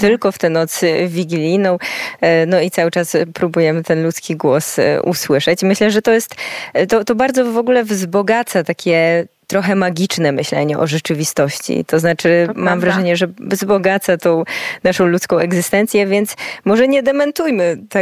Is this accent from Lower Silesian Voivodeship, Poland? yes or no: yes; Wrocław, Lower Silesian Voivodeship, Poland; Wychowywałam się we Wrocławiu